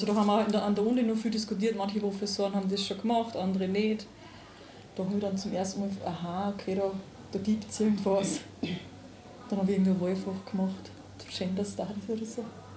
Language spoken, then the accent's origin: German; Upper Austria, Austria; moved away; Ursprünglich kommen wir tatsächlich alle aus dem Innviertel